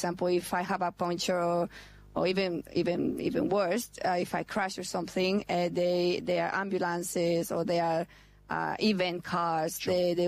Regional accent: Chile; born or raised there; now in Perth, Australia

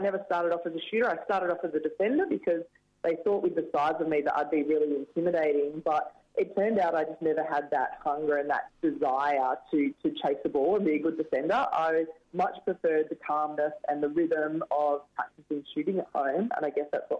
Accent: Byford, Western Australia, Australia; We grew up in Byford, We had 5 acres. Me and my sister had a couple of ponies that we did pony club on.

